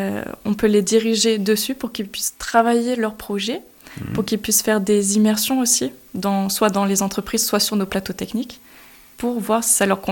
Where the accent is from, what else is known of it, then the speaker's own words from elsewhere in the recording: Rochefort, Nouvelle-Aquitaine, France; moved away as an adult; also born or lived in Réunion; now in Nevers, France; Alors moi, je viens de Rochefort